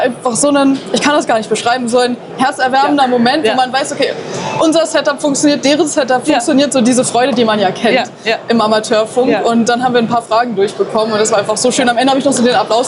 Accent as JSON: {"language": "German", "region": "Berlin", "country": "Germany", "said": "Ich komme aus Berlin, deswegen sehr, sehr cool."}